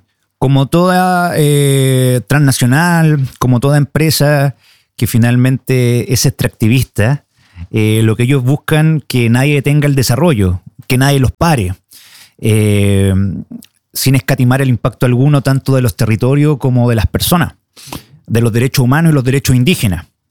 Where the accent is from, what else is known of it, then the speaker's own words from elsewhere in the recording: Chile; para nosotros como chilenos también entender la lucha del pueblo Sami contra Statkraft